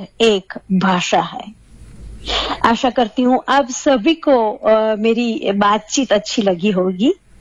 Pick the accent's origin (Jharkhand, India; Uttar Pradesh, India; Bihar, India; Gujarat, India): Gujarat, India; मैं गुजराती हूँ, गुज्जू हूँ, तो कुछ गुजराती में भी कहना चाहूंगी।